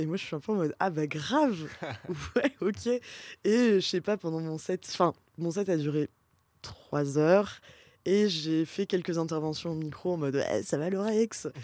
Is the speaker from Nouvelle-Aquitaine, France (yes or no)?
yes; Pau, Nouvelle-Aquitaine, France